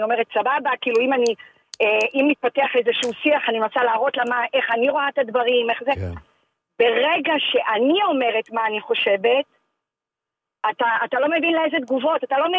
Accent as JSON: {"language": "Hebrew", "town": "Rehovot", "region": "Central District", "country": "Israel"}